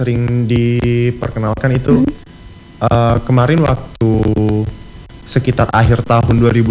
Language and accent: Indonesian; Jambi, Indonesia